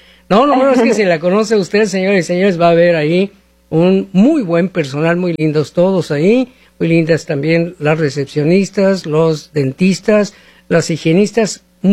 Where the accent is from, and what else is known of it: Mexico